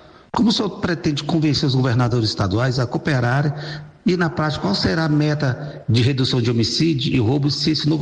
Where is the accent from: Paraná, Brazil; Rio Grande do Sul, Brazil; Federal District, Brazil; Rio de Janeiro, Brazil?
Federal District, Brazil; Brasília; sou de Brasília.